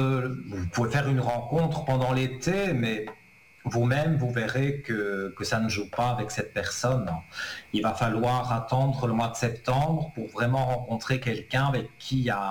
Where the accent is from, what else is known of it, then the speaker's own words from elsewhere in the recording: Italy; Ah oui, moi je suis pur italien aussi.